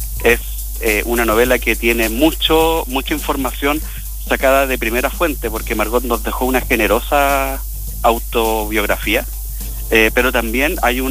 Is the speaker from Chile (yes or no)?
yes; Antofagasta, Chile; born there; also born or lived in Santiago; yo en realidad yo no me siento tan santiaguino, yo soy criado y malcriado en Antofagasta y soy antofagastino por adopción. Entonces, cuando me fui de la ciudad de Antofagasta y me radiqué acá en Santiago